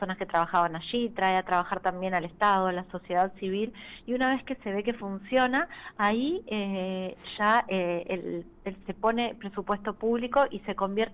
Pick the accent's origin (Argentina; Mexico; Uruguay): Uruguay